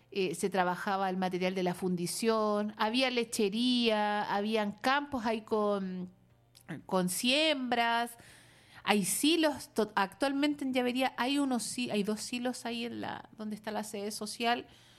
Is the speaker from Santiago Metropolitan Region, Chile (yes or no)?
yes; Isla de Maipo, Santiago Metropolitan Region, Chile